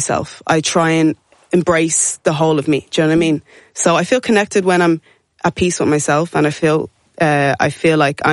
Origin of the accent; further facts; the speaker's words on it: Ireland; when I'm like also in Ireland, you know, because I'm Irish and African.